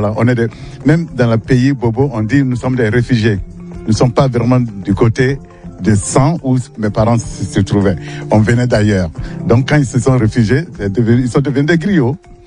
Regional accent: Bamako, Mali; Je viens du Mali, de Bamako. Et je suis musicien, artiste musicien.

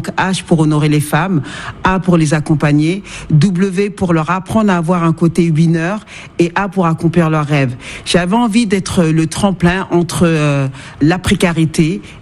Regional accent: France; born there; mes parents sont d'origine du Mali. Moi, je suis née en France

